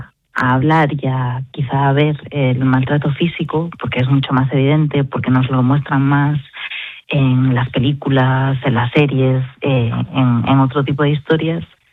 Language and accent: Spanish; Galicia, Spain; now in Oviedo, Spain; Sí, bueno, llevo 5 años en Oviedo, o sea que soy gallega de nacimiento, pero también de identidad.